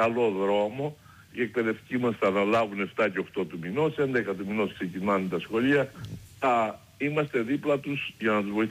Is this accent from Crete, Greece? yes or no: yes; Viannos, Crete, Greece; το χωριό μου, η Βιάνος, ένα χωριό το οποίο είναι αδυσπρόσιτο